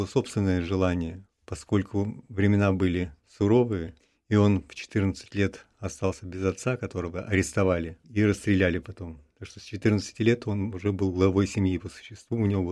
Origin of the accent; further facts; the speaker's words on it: Tambov, Tambov Oblast, Russia; born there; Я родился в Тамбове.